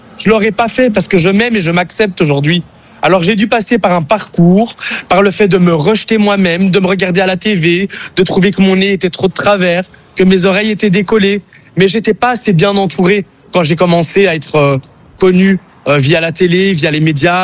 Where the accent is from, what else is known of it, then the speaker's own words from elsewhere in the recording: Brussels, Belgium; Ils m'ont rappelé parce que oui, je suis belge. Oui. Je viens de Bruxelles.